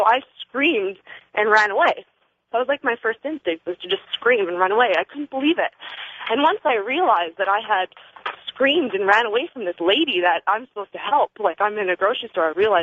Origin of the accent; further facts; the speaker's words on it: Victoria, British Columbia, Canada; moved away as an adult; now in Austin, United States; I am living in Austin, Texas right now. … And I am from Victoria, B.C., Canada, originally.